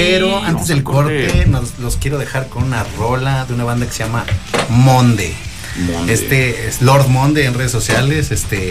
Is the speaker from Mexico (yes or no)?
yes; Mexico; No, yo soy mexicano